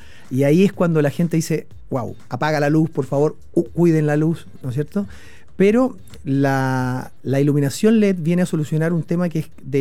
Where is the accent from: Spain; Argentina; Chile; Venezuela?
Chile; Nosotros como chilenos en general